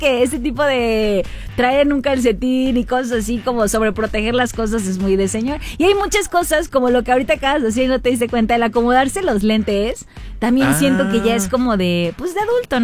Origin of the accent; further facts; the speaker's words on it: Puebla, Mexico; Que se vea que soy poblana.